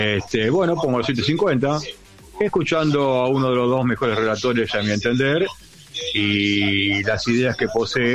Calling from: La Plata, Buenos Aires Province, Argentina; acá en La Plata

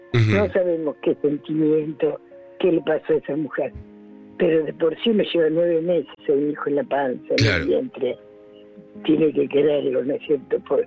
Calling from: Chacabuco, Buenos Aires Province, Argentina; soy de Chacabuco.

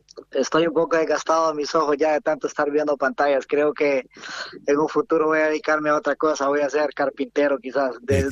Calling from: Honduras; soy de Honduras.

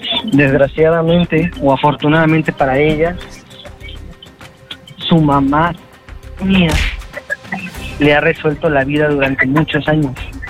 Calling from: Veracruz, Mexico; De los entra bajo el agua, Veracruz.

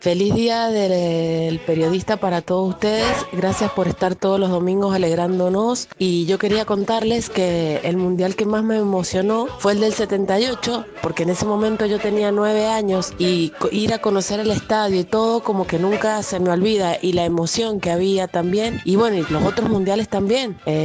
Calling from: Maipú, Mendoza, Argentina; Soy … de Maipú

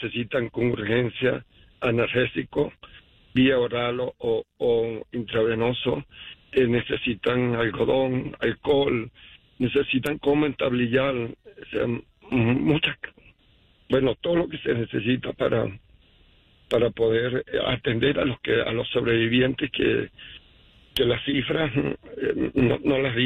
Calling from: Utah, United States; Muy buenos días, Jane. Te llamo desde Utah.

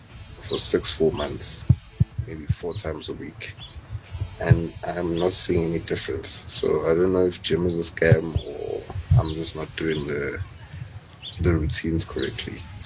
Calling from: Soweto, Gauteng, South Africa; I'm from Soweto.

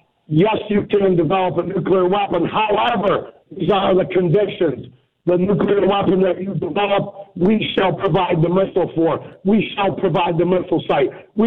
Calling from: Ohio, United States; Oh, I'm calling from the Hancock County Jail on my tablet TV, baby.

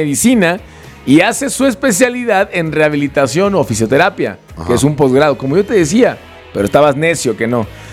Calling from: Mexico City, Mexico; Bueno, buen día, amigos del arranque. … de la Ciudad de México.

